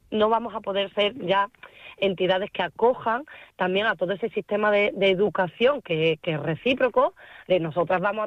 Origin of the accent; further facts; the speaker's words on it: Extremadura, Spain; Yo soy extremeña, trabajo en Extremadura y gran parte de mis compañeros y compañeras también.